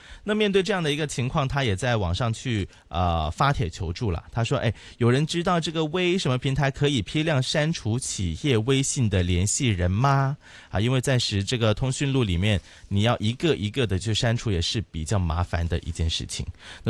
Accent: Hong Kong; 所以我们香港这边那个 W 字头绿色的那个平台呢

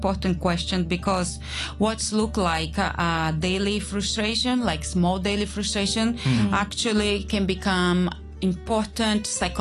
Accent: Brazil; English is a second language; moved away as an adult; also born or lived in Spain / United Kingdom; now in Hong Kong; I was born and raised in Brazil. Mm-hmm. I lived there for 19 years.

